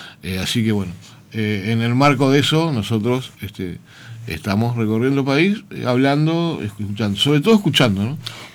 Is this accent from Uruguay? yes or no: yes; Maldonado, Uruguay